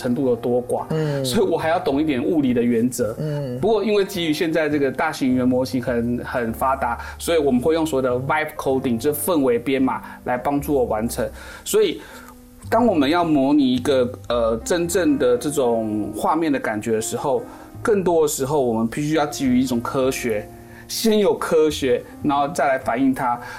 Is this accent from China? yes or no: no; Taiwan